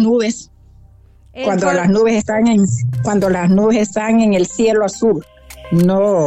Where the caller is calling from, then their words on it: San Pedro Sula, Cortés, Honduras; De San Pedro Sula.